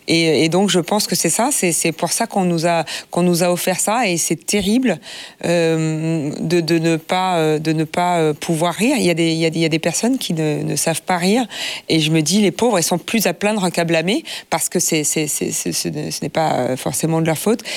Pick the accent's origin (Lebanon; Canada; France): France; Southern France; now in Paris, France; Je viens du Sud et par tous les chemins, j'y reviens.